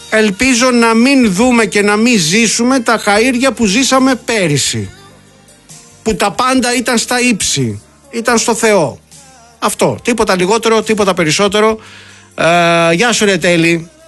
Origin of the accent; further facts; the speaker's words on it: Molaoi, Peloponnese, Greece; Αλήθεια που λέμε και στο χωριό μου. Το λέμε και εμένα και εμείς στο χωριό μου και στους Μολάους το λέμε το by the book.